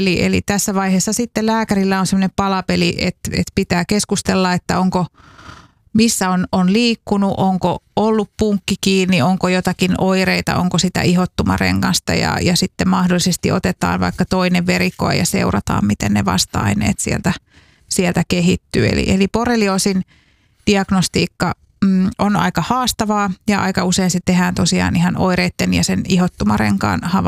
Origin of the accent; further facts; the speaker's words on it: Saarijärvi, Central Finland, Finland; Joo, nyt täytyy sanoa, että mähän olen Saarijärveltä kotoisin.